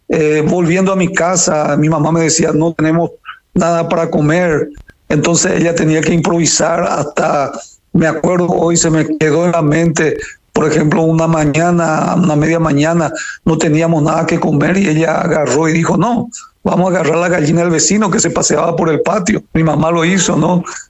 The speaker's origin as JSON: {"language": "Spanish", "region": "Asunción", "country": "Paraguay", "tie": "born or raised there", "moved": "yes", "lives_now": "Brazil", "said": "Yo soy asunceno, nací en Asunción del Paraguay. Vengo de una familia disfuncional"}